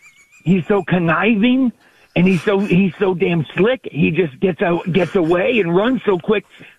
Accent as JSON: {"language": "English", "town": "Rochester", "region": "New York", "country": "United States", "also_born_or_lived": "Philadelphia", "said": "I'm from Rochester, New York, but I reign from Philadelphia, but I now live in Virginia."}